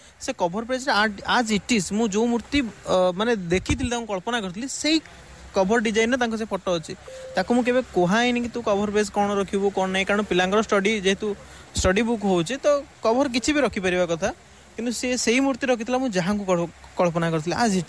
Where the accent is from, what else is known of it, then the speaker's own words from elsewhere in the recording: Kapileswarpur, Odisha, India; ମୋ ଘର କପିଳେଶ୍ୱରପୁର।